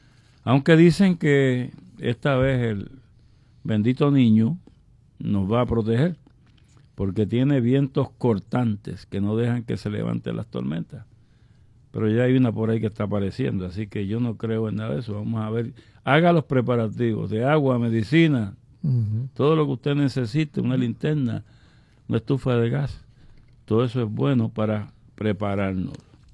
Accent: Naguabo, Puerto Rico; De Naguabo, ajá. De mi pueblo también, en Chumbao.

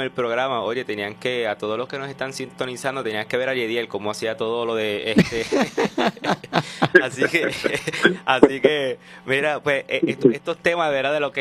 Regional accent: Puerto Rico; nosotros como puertorriqueño

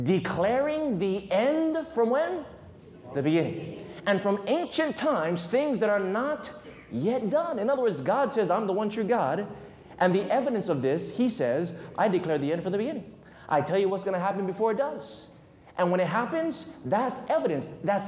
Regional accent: Waianae, Hawaii, United States; growing up in Waianae on the island of Oahu

